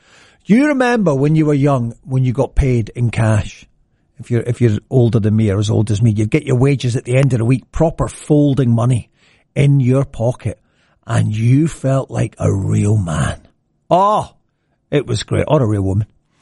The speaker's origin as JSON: {"language": "English", "town": "Arbroath", "region": "Scotland", "country": "United Kingdom", "tie": "born or raised there", "said": "they had a caravan on the caravan site in my hometown in Arbroath, huge big caravan site, lots of lovely big static caravans."}